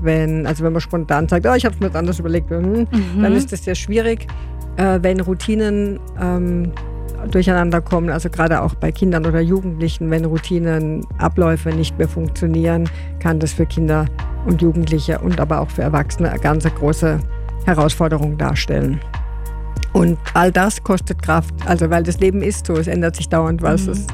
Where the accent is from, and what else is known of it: Germany; now in Austria